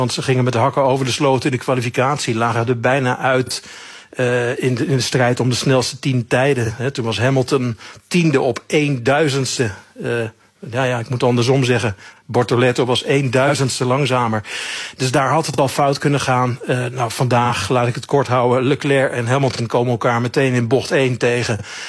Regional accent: Netherlands; En daar verbazen wij ons dan altijd als Nederlanders weer over.

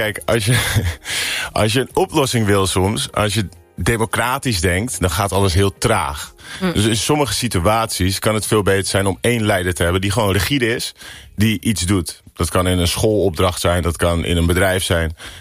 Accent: Alkmaar, North Holland, Netherlands; born or raised there

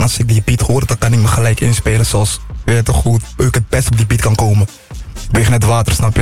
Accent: Suriname; Ik ben helemaal Surinaams, man.

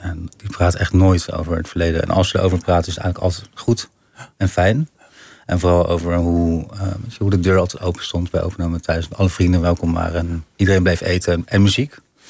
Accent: Rotterdam, South Holland, Netherlands; En wij komen uit Rotterdam, wat dicht tegen Schiedam aan ligt.

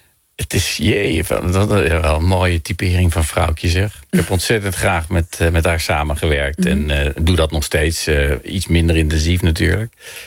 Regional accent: Rosmalen, North Brabant, Netherlands; born there; moved away

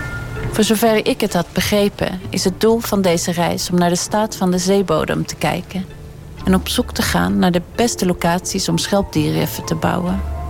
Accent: Sweden; moved away; Ik ben opgegroeid in Zweden, een land waar natuur vanzelfsprekend was.

